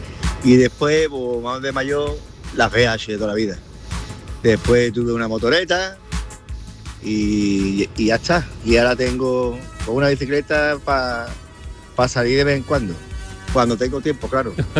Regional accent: Andalusia, Spain; also born or lived in Rentería; porque yo vivía en Rentería, yo soy andaluz, pero vivía ahí en Rentería

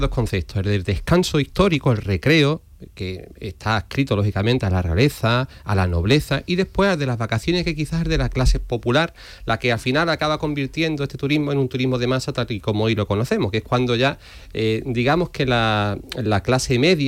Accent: Huelva, Andalusia, Spain; yo que soy de Huelva

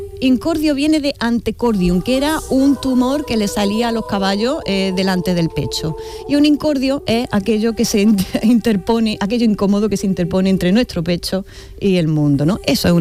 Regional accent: Andalusia, Spain; accent: Andalusian; Y aquí vamos a enlazar con algo que sabéis que me encanta y es nuestra particular forma de hablar en Andalucía.

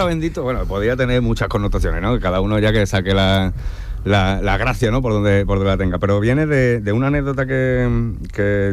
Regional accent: Málaga, Andalusia, Spain; Bueno, somos de Málaga. Ajá. Y como no podía ser menos … viene del … del café de aquí de Málaga

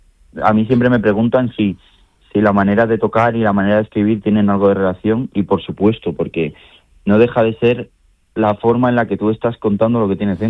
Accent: Madrid, Community of Madrid, Spain; tengo 23 años y soy de Madrid. Soy músico.

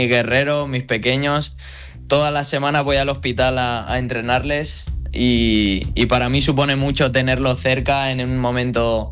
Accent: Valencia, Valencian Community, Spain; en el Rocha Arena en Valencia, de donde yo soy originario

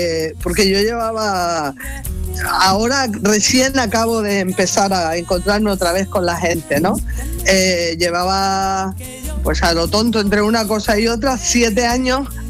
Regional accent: Arrecife, Canary Islands, Spain; en Arrecife, en mi tierra

